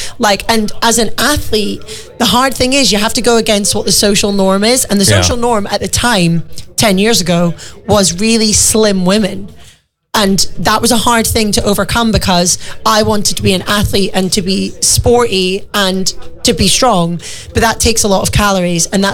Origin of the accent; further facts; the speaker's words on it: Scotland, United Kingdom; I'm from Scotland, so I see rain quite a lot.